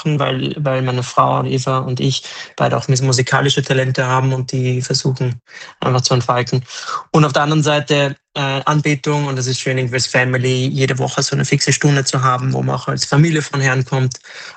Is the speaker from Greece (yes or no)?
no; Austria; Wir sind beide Österreicher